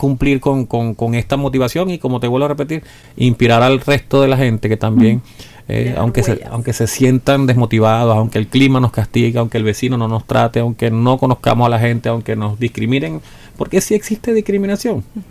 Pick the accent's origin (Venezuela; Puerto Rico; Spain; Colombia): Venezuela; moved away as an adult; como venezolanos tenemos un dolor muy fuerte porque nos duele el alma de ver a nuestro país deshecho.